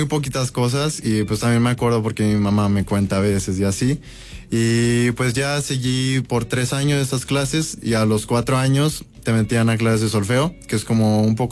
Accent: León, Guanajuato, Mexico; Soy de aquí, de León, Guanajuato.

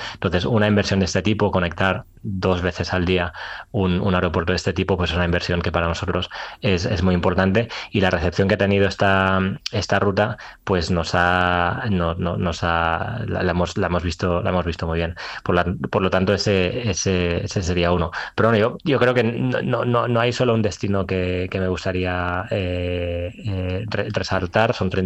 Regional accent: Barcelona, Catalonia, Spain; yo soy de Barcelona

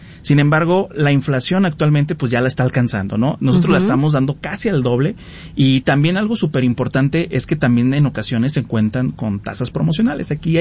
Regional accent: Aguascalientes, Mexico; now in León, Mexico; nosotros venimos de Aguascalientes, somos de Aguascalientes, iniciamos operaciones en León en enero

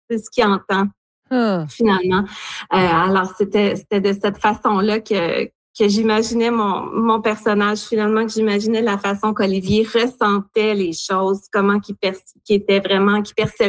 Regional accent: Quebec, Canada; je suis originaire de la Côte-Nord, de Bécamo sur la Côte-Nord, mais j'ai étudié à l'Université de Sherbrooke

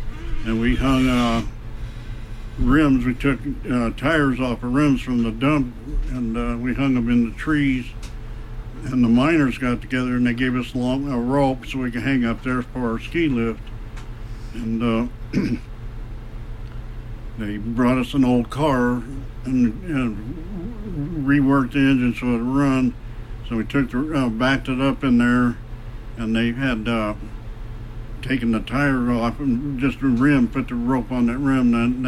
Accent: Cortez, Colorado, United States; born there; so I was born in Cortez because everything was closed at 12:30 at night, so.

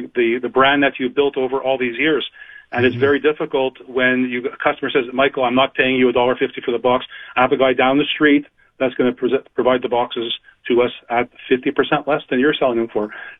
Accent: Canada; as a Canadian company and as a country, we have great trading relationships virtually around the world

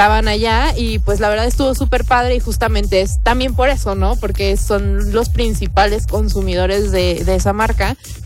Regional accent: Mexico

